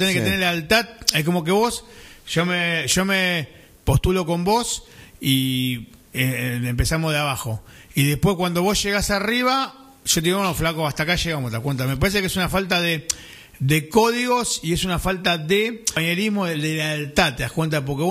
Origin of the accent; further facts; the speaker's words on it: Argentina; Yo soy argentino y ciudadano